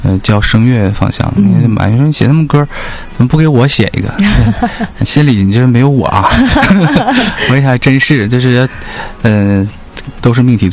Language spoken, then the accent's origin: Chinese; Changchun, Jilin, China; 因为我们需要的就是跟因为长春人嘛， 土生土长的籍贯嘛，